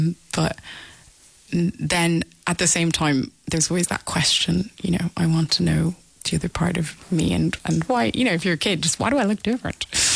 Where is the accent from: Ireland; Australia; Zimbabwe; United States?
Ireland; Leinster; I'm actually from Kildare, which is a county right beside Dublin, known for racehorses, kind of suburban place.